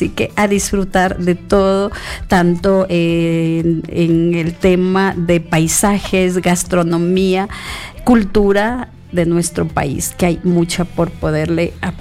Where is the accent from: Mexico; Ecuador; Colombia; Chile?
Ecuador; Sierra; pasas por el centro de la sierra, de donde es esta servidora de ustedes.